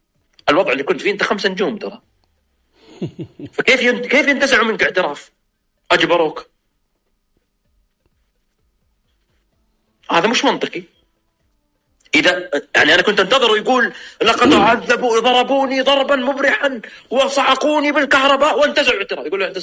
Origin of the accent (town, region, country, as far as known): Saudi Arabia